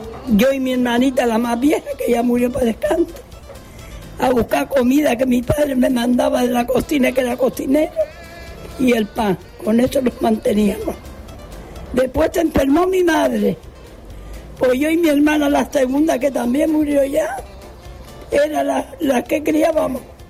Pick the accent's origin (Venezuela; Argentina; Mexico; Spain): Spain; Gando, Canary Islands; Fui criada en Gando, que las cortas eran moras, todo era el moro.